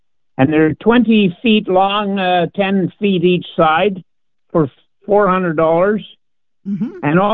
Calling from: Petersfield, Manitoba, Canada

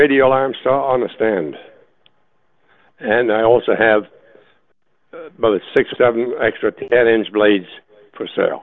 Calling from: Headingley, Manitoba, Canada; Hey, calling from Headingley.

